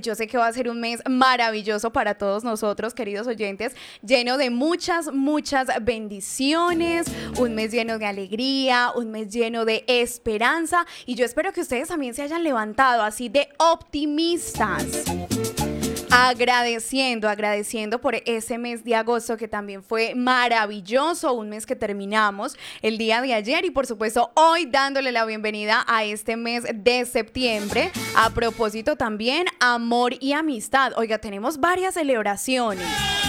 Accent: Fredonia, Antioquia, Colombia; ayer cayó agüita, pero gracias a Dios bastante agüita para mi pueblo, para Fredonia.

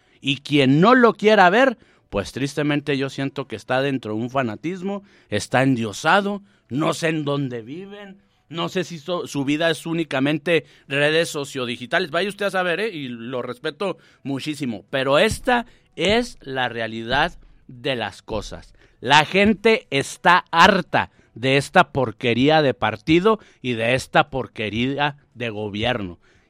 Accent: Mexico; de nosotros como mexicanos

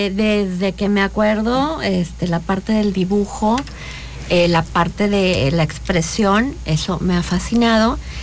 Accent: Hermosillo, Sonora, Mexico; born there; also born or lived in Chihuahua / Guadalajara / Tampico / Mexico City; No, nací en Hermosillo. Y luego fue a Chihuahua, y luego Guadalajara, y luego Tampico, que es hermoso, luego el DF, y luego otra vez Chihuahua, y aquí.

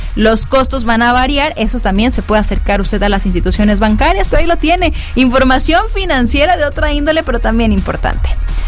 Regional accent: Mexico; todos nosotros como mexicanos

